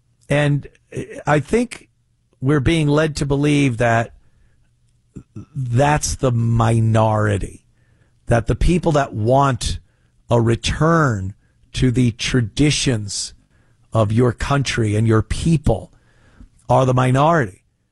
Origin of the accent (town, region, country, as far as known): United States